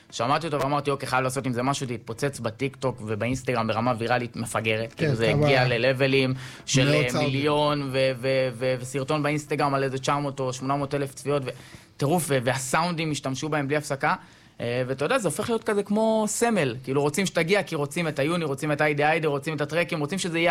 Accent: Nahariya, Northern District, Israel

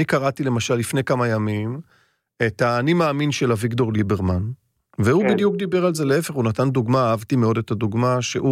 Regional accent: Haifa, Haifa District, Israel; moved away; אני נולדתי בחיפה, גדלתי בחיפה, סבא וסבתא שלי גרו בחיפה סמוך לבית הכנסת הגדול

